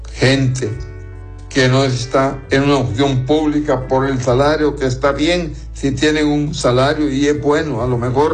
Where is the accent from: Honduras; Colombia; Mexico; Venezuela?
Honduras; todos son hondureños o somos hondureños y hondureñas.